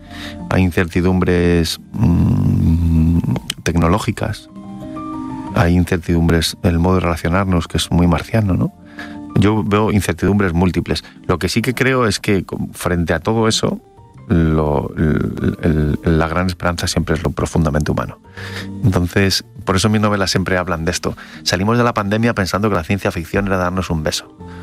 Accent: Madrid, Community of Madrid, Spain; Sí, el barrio. Yo soy de barrio. Yo soy de Carabanchel

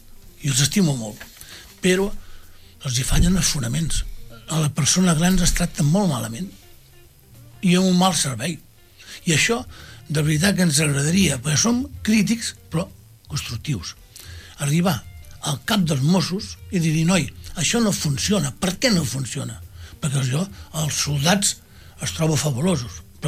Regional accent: Rubí, Catalonia, Spain; born there; vam néixer aquí a Rubí.

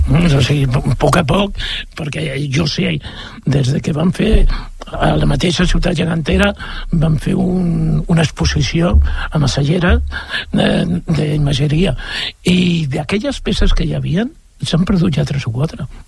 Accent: Barcelona, Catalonia, Spain; born there; jo soc nascut a Barcelona i també era de barri del tros aquell, i jo em sento sobretot primer de Cans Blancs i Casablanca.

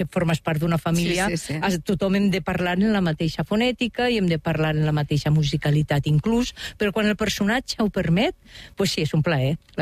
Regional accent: Valencian Community, Spain; jo aquí estàs la valenciana, vaig a València i sóc la catalana, perquè clar, els accents

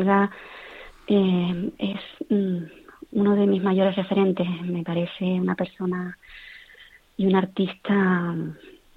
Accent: Canary Islands, Spain; nuestro folclore o nuestra música de Canarias

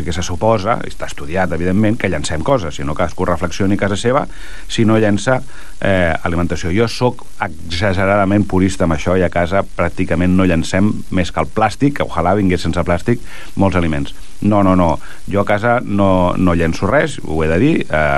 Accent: Vilassar de Mar, Catalonia, Spain; Jo que soc de Vilassar de Mar, hi ha com 5 o 6 establiments de Vilassar

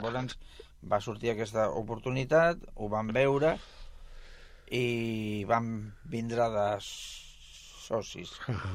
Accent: Cunit, Catalonia, Spain; also born or lived in London; quan jo tenia 17 anys tenia, com havia viscut tota la vida aquí al poble de Cunit

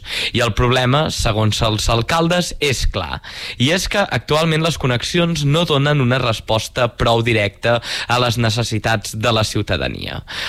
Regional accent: Barcelona, Catalonia, Spain; jo sóc de Barcelona i és tota una odissea quan he de venir cap aquí.

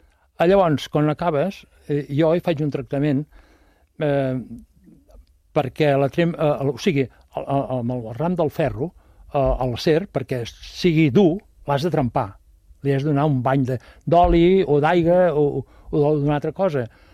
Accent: Montcada i Reixac, Catalonia, Spain; jo soc de Marrampinyo, sabeu on és? Montcada Reixac, entre Montcada Reixac i la Llagosta hi ha Marrampinyo. Bueno, que tots eren pagesos abans

